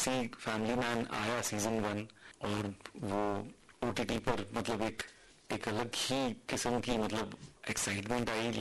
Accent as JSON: {"language": "Hindi", "town": "Mumbai", "region": "Maharashtra", "country": "India", "tie": "born or raised there", "said": "तो मैं मुंबई में पला बड़ा हूँ, मराठी बोल लेता हूँ"}